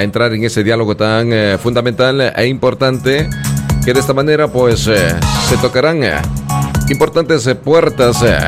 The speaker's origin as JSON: {"language": "Spanish", "country": "Ecuador", "moved": "yes", "lives_now": "Spain", "said": "de muchas personas ecuatorianos que de esta manera radicamos acá en el Reino de España. Y este mensaje concretamente llega para quienes somos ecuatorianos"}